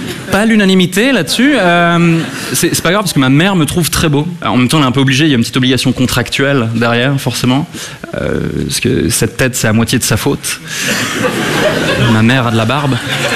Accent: Switzerland; Ça surprend les Parisiens parfois quand j'explique que je suis suisse

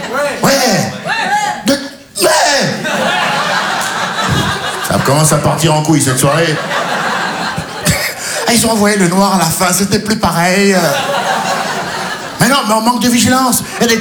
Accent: Benin; me dis, je suis franco-béninois. Ouais, mais je me dis maintenant, quand les impôts ils viennent, je suis béninois.

